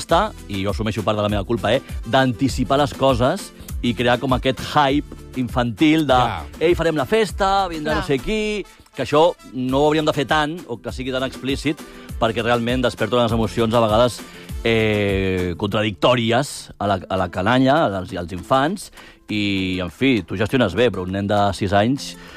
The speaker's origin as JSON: {"language": "Catalan", "region": "Galicia", "country": "Spain", "said": "Jo és que sóc gallec, a mi ja em donaven vi amb 4 anys."}